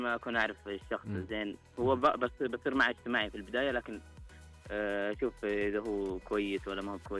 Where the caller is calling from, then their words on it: Al-Kharj, Riyadh Province, Saudi Arabia; من الخرج.